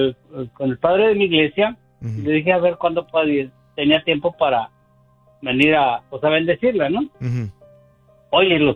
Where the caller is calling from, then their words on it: Houston, Texas, United States; en 1984 yo vivo en Houston.